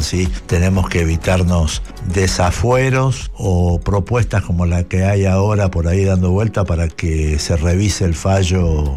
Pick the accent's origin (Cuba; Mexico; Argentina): Argentina; Los argentinos sí, somos como somos y a veces pagamos los platos rotos porque somos a veces un poco complicados